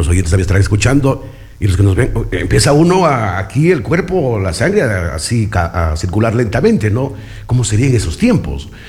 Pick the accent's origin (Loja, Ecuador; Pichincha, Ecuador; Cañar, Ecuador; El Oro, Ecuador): Loja, Ecuador; Chuquiribamba